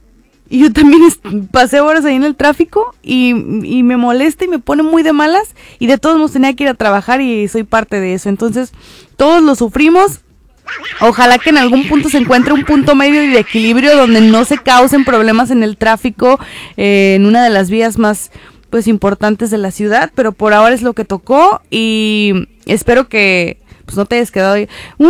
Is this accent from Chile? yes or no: no; Mexico; soy la única mexicana, mujer